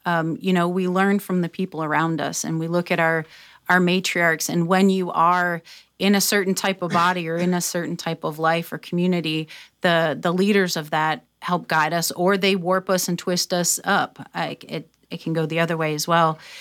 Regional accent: Toledo, Ohio, United States; I'm from Toledo, Ohio, where the Great Black Swamp was.

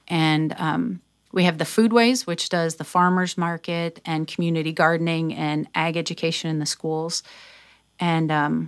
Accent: Toledo, Ohio, United States; moved away; I'm from Toledo, and we don't use that word.

